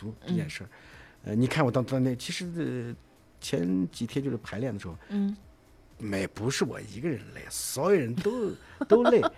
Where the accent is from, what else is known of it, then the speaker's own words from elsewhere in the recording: Xinjiang, China; moved away; 因为作为一个新疆人嘛，我觉得为自己家乡做点事啊，